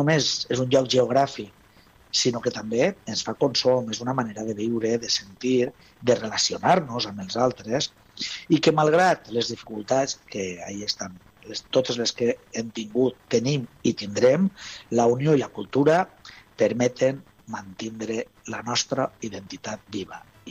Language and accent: Catalan; Valencian Community, Spain; aquests aspectes històrics que afecten ens afecten a nosaltres com a valencians.